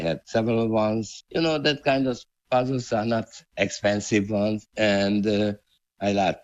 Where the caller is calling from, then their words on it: Hungary; English is a second language; I am speaking from Hungary.